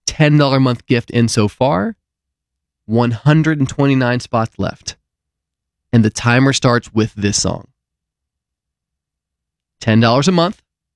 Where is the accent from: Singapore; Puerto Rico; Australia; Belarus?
Puerto Rico; moved away; it came from my home country.